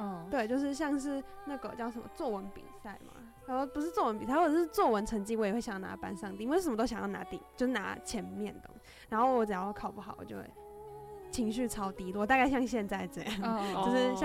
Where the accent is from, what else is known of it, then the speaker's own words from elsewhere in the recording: Hsinchu, Taiwan; 因为我从前我就是出生在新竹，然后新竹是一个应该是全台湾教育最竞争激烈的地方，